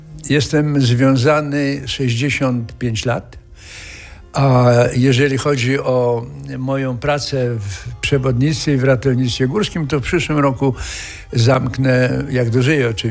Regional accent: Giżycko, Warmian-Masurian Voivodeship, Poland; moved away as an adult; now in Szklarska Poręba, Poland; mnie wychowało jezioro Niegocin. Ja mieszkałem 5 minut w Giżycku od Niegocina. Od 11 roku życia żeglowałem.

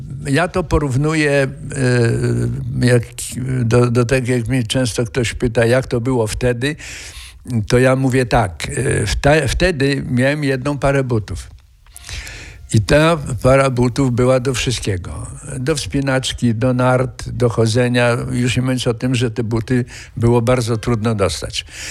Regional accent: Giżycko, Warmian-Masurian Voivodeship, Poland; moved away as an adult; now in Szklarska Poręba, Poland; mnie wychowało jezioro Niegocin. Ja mieszkałem 5 minut w Giżycku od Niegocina. Od 11 roku życia żeglowałem.

